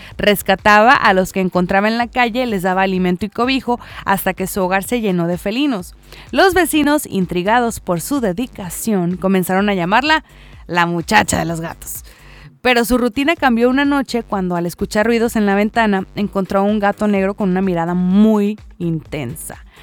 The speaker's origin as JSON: {"language": "Spanish", "country": "Mexico", "said": "siendo mexicanos"}